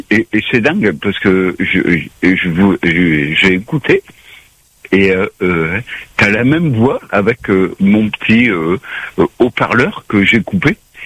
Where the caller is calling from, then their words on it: Neuilly-sur-Marne, Île-de-France, France; Je suis à Neuilly-sur-Marne.